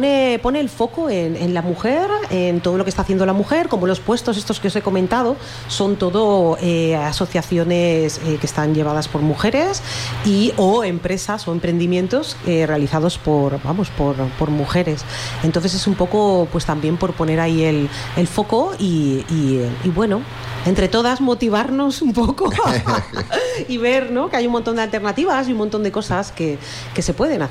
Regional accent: Valencia, Valencian Community, Spain; now in Valencia, Spain; Yo soy de Benimaclet. Bueno, nací ahí, me tuve que ir. Sí, me tuve que ir a un barrio cercano por lo mismo. Por la gentrificación, sí.

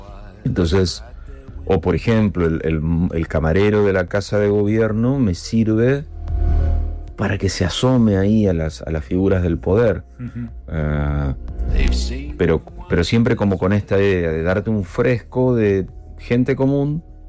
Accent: Argentina

